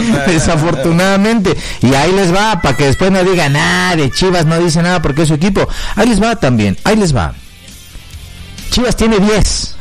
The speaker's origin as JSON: {"language": "Spanish", "region": "Chiapas", "country": "Mexico", "said": "También me siento muy mexicano, soy mexicano. Me gusta decir por donde quiera que voy que soy orgullosamente chiapaneco y mexicano."}